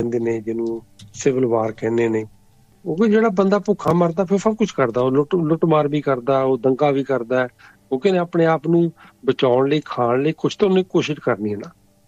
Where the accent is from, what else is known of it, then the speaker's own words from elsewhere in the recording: Amritsar, Punjab, India; moved away as an adult; ਮੈਂ ਵੀ ਉਸੇ ਜੰਮਿਆ ਪੜਿਆ, 22 ਸਾਲ ਤੱਕ ਮੈਂ ਉੱਥੇ ਰਿਹਾ